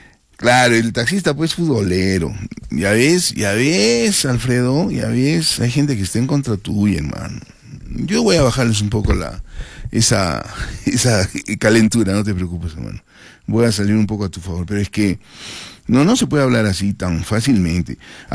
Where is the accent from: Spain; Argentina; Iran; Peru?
Peru; Arequipa